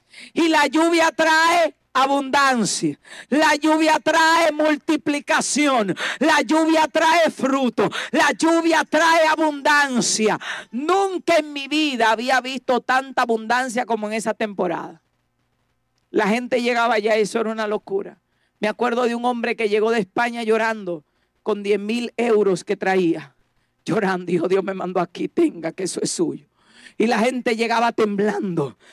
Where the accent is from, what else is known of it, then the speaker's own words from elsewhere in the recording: Dominican Republic; nos pedían tener muchos requisitos a nosotros como dominicanos para entrar.